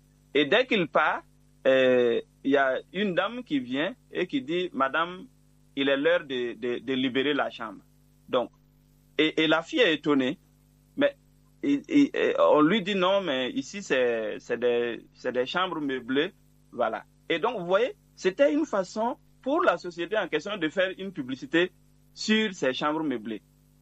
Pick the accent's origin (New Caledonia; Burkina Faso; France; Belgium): Burkina Faso